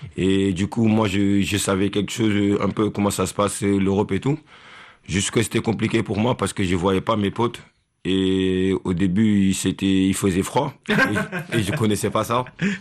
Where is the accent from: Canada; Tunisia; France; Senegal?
Senegal; moved away as an adult; Comme je dis, on a quitté le Sénégal. J'ai quitté là-bas quand j'avais 18 ans. Et au début, c'était pas facile.